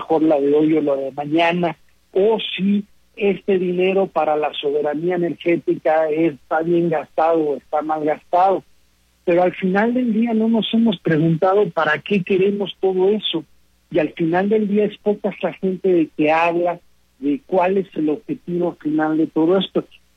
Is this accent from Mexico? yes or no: yes; Mexico; no terminamos de hacer un consenso de hacia dónde estamos caminando como mexicanos